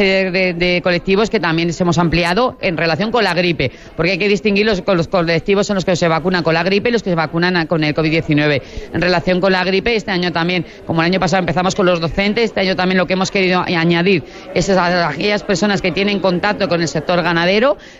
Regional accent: El Burgo de Osma, Castile and León, Spain; como yo soy del Burgo de Josma

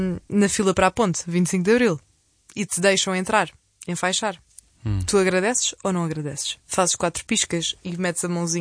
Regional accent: Setúbal, Portugal; eu sou nascida e criada em Setúbal

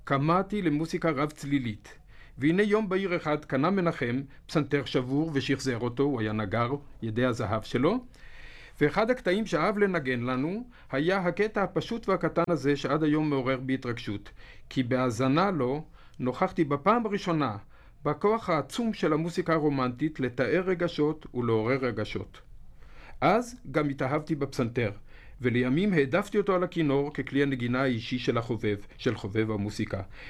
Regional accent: Rishon LeZion, Central District, Israel; אני מראשון לציון

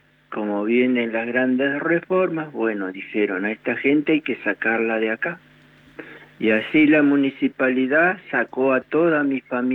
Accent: San Nicolás de los Arroyos, Buenos Aires Province, Argentina; Ahí me crié yo y era todo un lugar muy humilde, te digo. Las casitas eran de adobe y los techitos eran de paja de junco traído de ahí de enfrente de la isla.

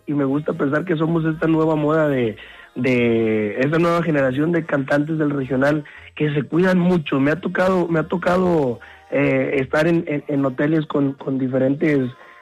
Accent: Sinaloa, Mexico; born there; moved away; also born or lived in Michoacán; yo vivía en Sinaloa por la cuestión de que mi familia allá es, ¿no? La familia con la que yo crecí y de mi mamá, de allá son de Sinaloa. Yo soy nacido en Michoacán gracias a mi papá.

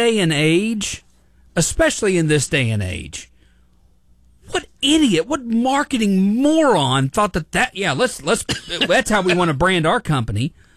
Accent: Missouri, United States; I've been a loyal Chiefs fan my whole life. Dad was too. We are from Missouri.

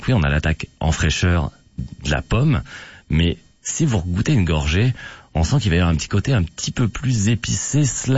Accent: Brittany, France; Moi, j'adore le cidre, parce que je viens de Bretagne

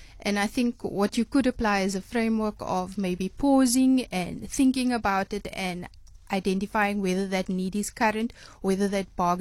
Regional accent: Cape Town, Western Cape, South Africa; I'm from the Cape Flats

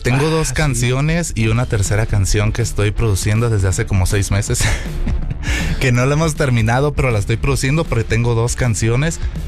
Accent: Lázaro Cárdenas, Michoacán, Mexico; moved away as an adult; now in Chicago, United States; yo soy de Lázaro Cárdenas, Michoacán.

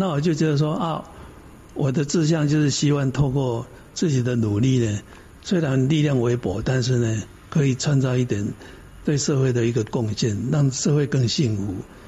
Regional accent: Taiwan; 我们台湾人喜欢吃茶叶蛋

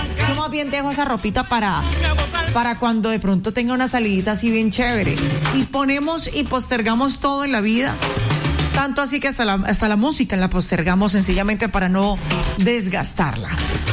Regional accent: Colombia; como buena colombiana no me varo

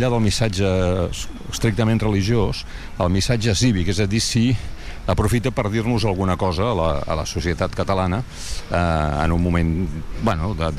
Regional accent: Barcelona, Catalonia, Spain; per mi, com a barceloní

